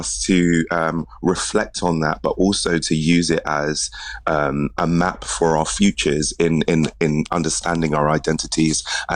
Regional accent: London, United Kingdom; born there; now in Brixton, London, United Kingdom; I was born in Hackney, but I recently moved to Brixton, South London.

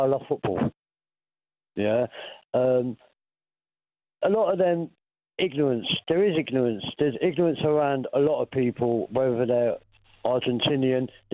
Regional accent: England, United Kingdom; I'm English, yeah

